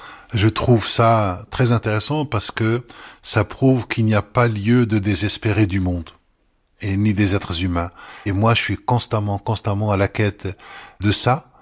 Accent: Morocco; moved away; D'abord, c'est mon pays d'origine

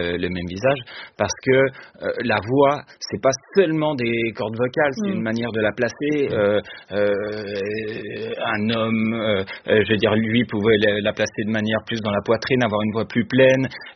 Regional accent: Quebec, Canada; accent: Québécois; Mais par exemple, moi qui ai grandi au Québec, quand je vais au Québec et je reprends progressivement mon accent québécois

